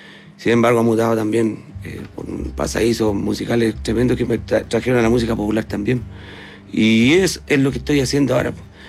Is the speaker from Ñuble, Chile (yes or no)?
yes; Yungay, Ñuble, Chile; Yo soy de Yungay, suena guasa. Y sí, pues, obviamente me tocaba la guitarra de chico